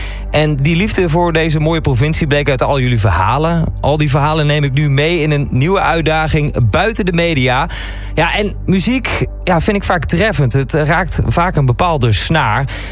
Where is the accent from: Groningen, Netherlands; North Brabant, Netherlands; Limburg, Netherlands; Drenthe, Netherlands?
Drenthe, Netherlands; Ik was ontzettend blij dat ik in de provincie waar ik ben opgegroeid de middagshow mocht gaan presenteren daarop op Radio Drenthe.